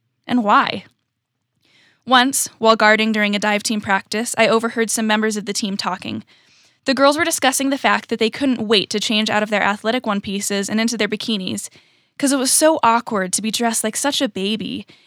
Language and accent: English; California, United States; born or raised there; also born or lived in Utah / Virginia